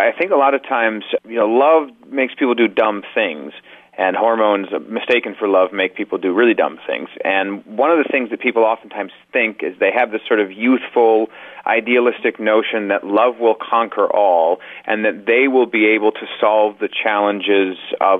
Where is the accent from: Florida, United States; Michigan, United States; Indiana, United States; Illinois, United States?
Indiana, United States; Indianapolis; I used to go into this music store near my hometown, near in the music store in Indianapolis.